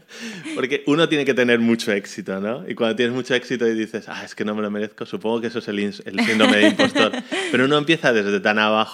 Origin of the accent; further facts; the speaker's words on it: Madrid, Community of Madrid, Spain; also born or lived in Germany; yo soy de Madrid, en Madrid, bueno, en Jerez, porque tengo muchos amigos de Jerez, porque mi familia es de allí